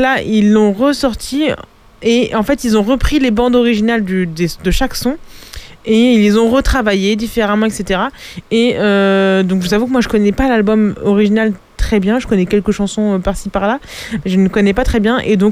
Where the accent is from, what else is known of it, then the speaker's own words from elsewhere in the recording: France; On est français